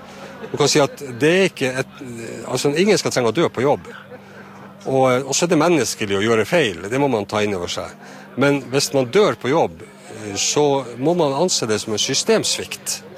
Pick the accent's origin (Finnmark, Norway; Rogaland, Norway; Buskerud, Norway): Finnmark, Norway; Kjøllefjord; jeg er jo født og oppvokst i Kjøllefjord, i et fiskevær, og på godt og ondt sett hva fiskeriene betyr. Jeg har selv en far som var fisker, og jeg har sønner som nå er fiskere